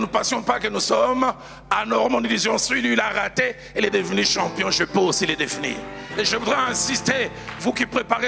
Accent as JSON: {"language": "French", "region": "Kinshasa", "country": "DR Congo", "said": "Chez nous, à Kinshasa, quand un enfant n'arrive pas à marcher, on ne dit pas que celui n'arrivera jamais à marcher."}